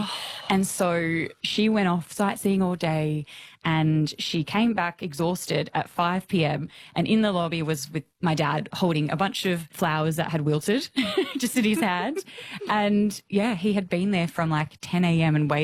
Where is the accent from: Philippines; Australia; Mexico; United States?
Australia; Heathridge, Western Australia; I grew up in the suburb called Heathridge, which was close to Joondalup, so quite north. My parents, because I guess like my dad being an immigrant